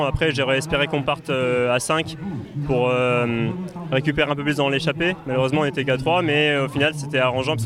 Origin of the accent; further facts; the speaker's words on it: Tonnay-Charente, Nouvelle-Aquitaine, France; Après je suis du coin, j'habite à Tonnet-Charente